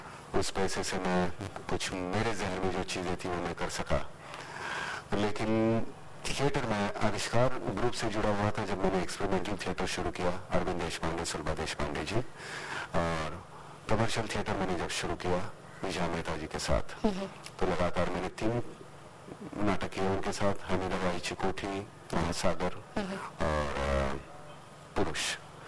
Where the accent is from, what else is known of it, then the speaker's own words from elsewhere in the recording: Maharashtra, India; मेरा बचपन गांव में बीता, मेरे जंजरा में, पहली से सातवीं तक।